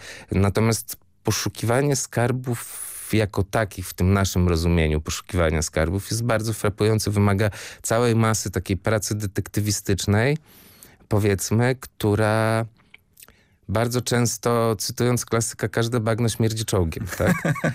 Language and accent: Polish; Łeba, Pomeranian Voivodeship, Poland; I byłem na wakacjach u siebie w domu, w mojej rodzinnej miejscowości, bo pochodzę z Łeby